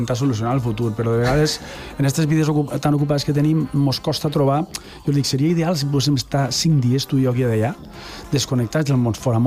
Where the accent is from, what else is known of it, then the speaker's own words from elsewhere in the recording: Vinaròs, Valencian Community, Spain; jo soc de Vinaròs